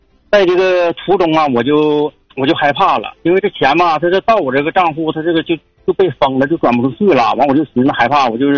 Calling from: Changchun, Jilin, China; 因为我是长春的嘛

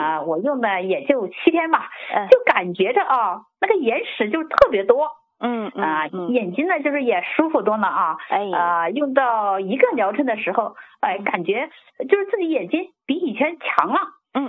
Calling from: Wuhan, Hubei, China; 我是武汉的啊。

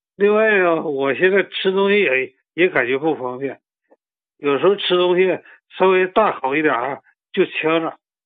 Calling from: Changchun, Jilin, China; 我是长春南关区的，是个新人。

